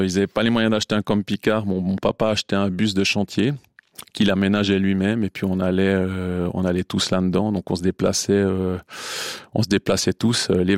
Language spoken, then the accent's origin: French; Courtemaîche, Jura, Switzerland; Ouais, hein. Je viens de Courtemèche.